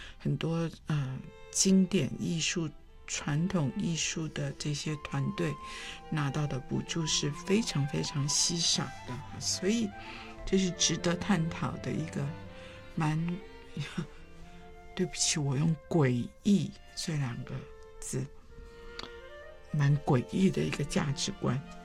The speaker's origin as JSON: {"language": "Chinese", "country": "China", "said": "我是华人，我是中国人，对，所以 我觉得真的就是没有办法"}